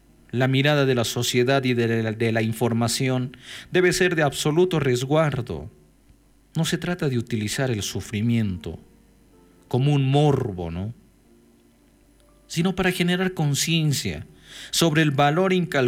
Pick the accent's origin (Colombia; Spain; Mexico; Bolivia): Bolivia; Esta es una herida que nos duele a todos como bolivianas y bolivianos.